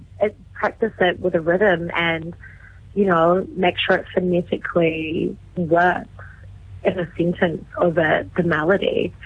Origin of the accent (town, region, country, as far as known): New Zealand